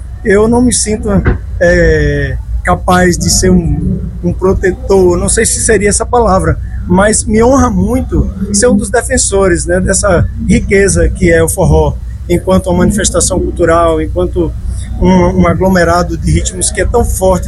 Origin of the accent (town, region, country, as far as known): Northeast Region, Brazil; also born or lived in Barreiro